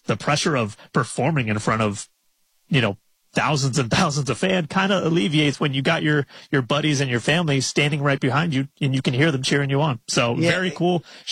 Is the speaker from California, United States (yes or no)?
no; Florida, United States; Like I grew up in Florida, so I'm used to humidity